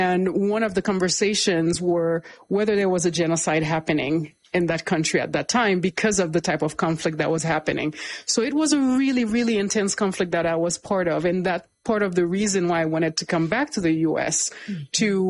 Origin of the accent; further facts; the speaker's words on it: Florida, United States; also born or lived in Haiti; I was born in Haiti, grew up in Florida. I came to this country with my parents when I was about 14 years old.